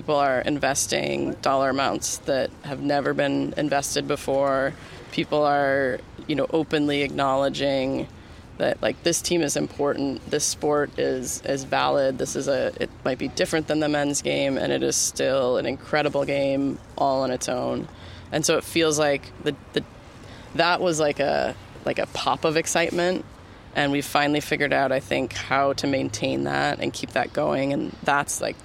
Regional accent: Detroit, Michigan, United States; moved away; I grew up in Detroit

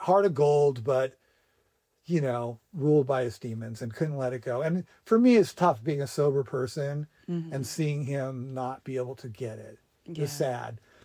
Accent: United States; I'm American.

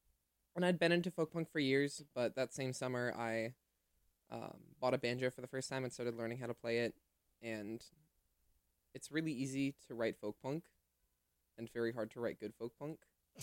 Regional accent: San Jose, California, United States; now in Santa Cruz, United States; Well, I grew up in San Jose, and I came up in the San Jose hardcore scene

